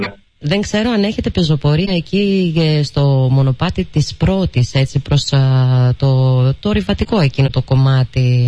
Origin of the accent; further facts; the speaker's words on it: Central Macedonia, Greece; κατάγομαι από Δήμο Αμφίπολης